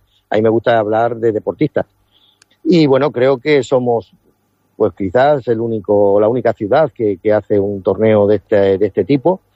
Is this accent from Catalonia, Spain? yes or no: no; Puertollano, Castilla-La Mancha, Spain; porque somos de Puerto Llano, somos, como decimos, hechos de acero, una ciudad minera, que nuestros orígenes sabemos cuáles son, de dónde venimos, a dónde vamos